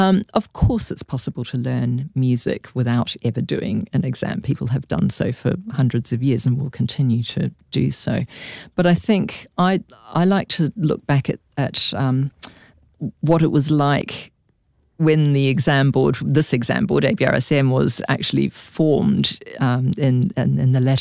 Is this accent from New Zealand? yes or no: yes; Pukekohe, Auckland, New Zealand; And I know that when I was growing up in Pukekohe, I, as an 8-year-old doing my first exam, I still remember what it was like crossing that threshold.